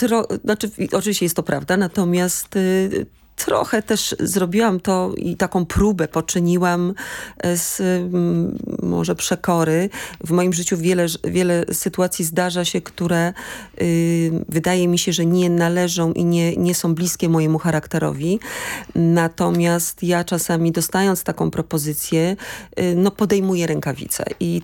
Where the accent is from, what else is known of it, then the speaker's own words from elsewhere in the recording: Szczecin, West Pomeranian Voivodeship, Poland; bo ja się urodziłam w Szczecinie i pierwsze swoje lata młodości spędziłam dzieciństwa w Szczecinie